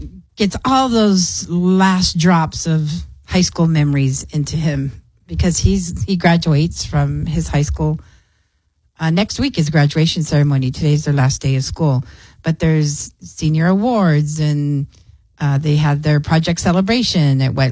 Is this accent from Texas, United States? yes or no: yes; Clint, Texas, United States; your mom did that growing up in Clint.